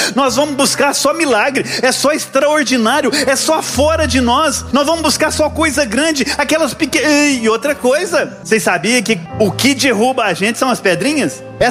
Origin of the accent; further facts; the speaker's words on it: Campo Belo, Minas Gerais, Brazil; eu sou de Campo Belo, 300 quilômetros daqui, sou mineiro.